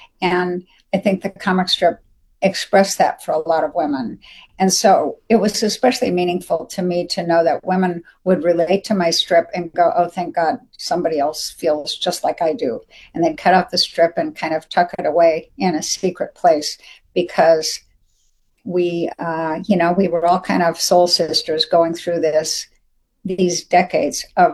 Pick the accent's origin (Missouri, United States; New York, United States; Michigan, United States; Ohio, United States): Ohio, United States; Dayton; born there; moved away; Yeah, I was born in Dayton. My grandparents lived in Cleveland and Youngstown. So, you know, Ohio is home sweet home in a way.